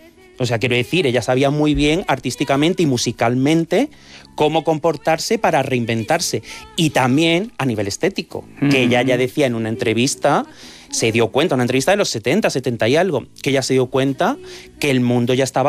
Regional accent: Andalusia, Spain; porque yo soy andaluz, sí, o sea que llevaba como muy en la sangre esto de del folclore

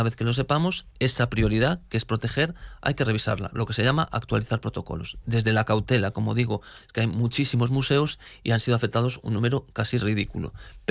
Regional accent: Lugo, Galicia, Spain; los que somos de Lugo, yo soy de Lugo de toda la vida

